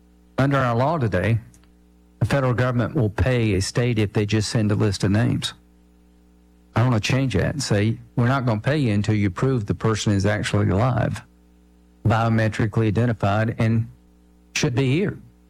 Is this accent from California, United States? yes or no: no; Central, South Carolina, United States; I grew up in Oconee County, Pickens County, right? Grew up in Central. Everybody in my family, Pickens County, live in Oconee now.